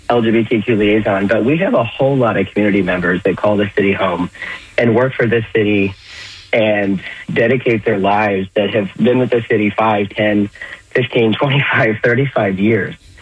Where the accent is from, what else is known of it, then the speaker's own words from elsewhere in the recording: Florida, United States; I mean, I'm from Florida. I'm kind of fresh.